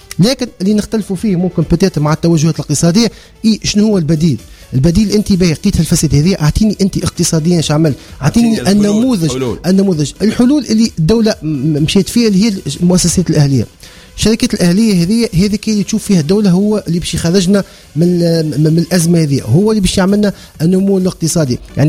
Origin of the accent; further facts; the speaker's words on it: Tunisia; وانا كمواطن تونسي